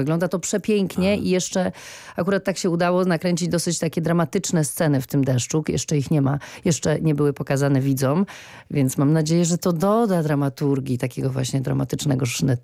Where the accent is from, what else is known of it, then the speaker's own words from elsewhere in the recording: Austria; born there; Polish is a second language; Nie jestem włoskojęzyczną aktorką, jestem niemieckojęzyczną aktorką. Urodziłam się w Austrii.